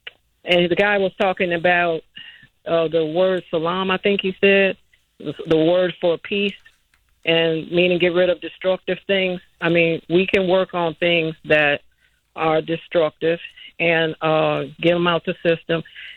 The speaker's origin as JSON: {"language": "English", "town": "Harvey", "region": "Illinois", "country": "United States", "tie": "born there", "also_born_or_lived": "Chicago, Illinois", "said": "My family moved out to Harvey."}